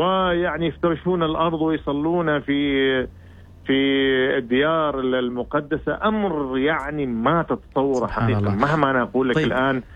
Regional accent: Oman

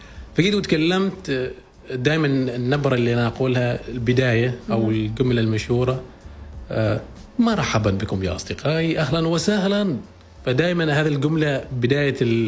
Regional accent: Samail, Ad Dakhiliyah, Oman; فسألوني قالوا … أنت من وين؟ قلت لهم ولاية سمايل.

